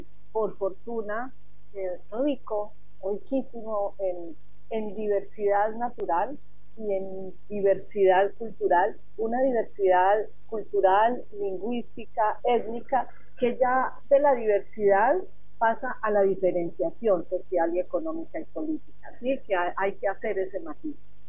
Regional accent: Colombia; now in Argentina; vivir desde la distancia las múltiples tragedias y los diversos dolores por los que está pasando mi país, Colombia.

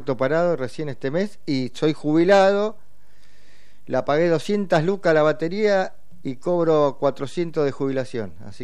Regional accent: Argentina; sabemos cómo somos los argentinos

